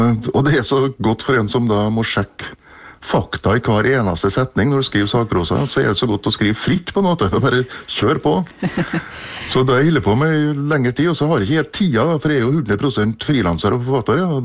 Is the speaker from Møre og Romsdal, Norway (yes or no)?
yes; Sunndalsøra, Møre og Romsdal, Norway; da jeg vokste opp på Sunndalsøra, som jo var I landbruksbygd, som da plutselig fikk slengt Europas største aluminiumsverk midt I fleisen, så å si.